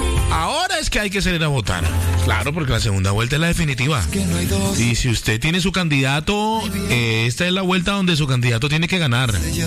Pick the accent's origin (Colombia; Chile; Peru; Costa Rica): Colombia